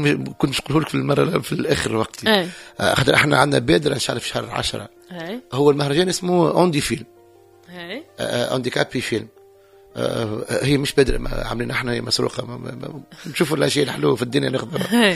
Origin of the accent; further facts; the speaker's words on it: Tunisia; شوف ديما نسأل روحي علاش ما يكونش عندنا في تونس